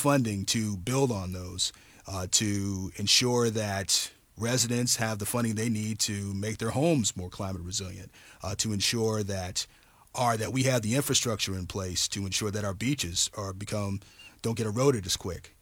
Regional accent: Virginia, United States; my political ideology was with me from the time when I was growing up in Virginia, living with 2 progressive parents.

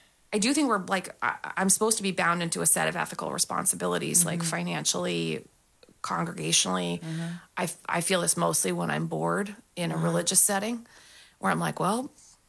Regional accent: Canada; Like, I remember the first time I was introduced to American evangelicalism as a Canadian

